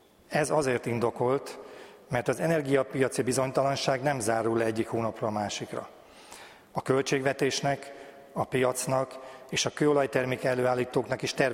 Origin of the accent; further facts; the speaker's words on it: Gellénháza, Zala, Hungary; Az alajdombok között, a nagylengyeli olajmezőbány eszeti központjában, Gellénházán nőttem fel. A telkünkről nap mint nap láttam a hatalmas ezüstös olajtartályokat, a szomszéd telken működő olajhimbát